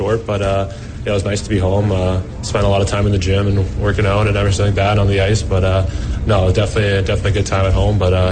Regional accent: Waterloo, Ontario, Canada; now in Humboldt, Canada; Yeah, so I'm from Waterloo, Ontario.

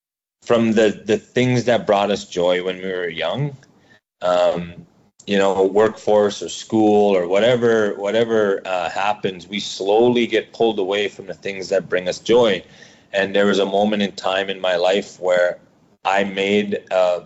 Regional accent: Peguis First Nation, Manitoba, Canada; You know, I grew up in Pecos First Nation, but I came to the city often

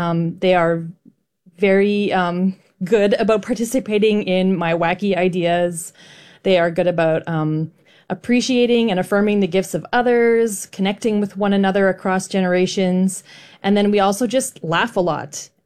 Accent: Altona, Manitoba, Canada; I grew up in Altona, and I've spent a lot of time living there

